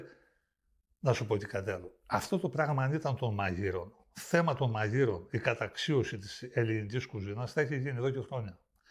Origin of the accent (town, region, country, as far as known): Greece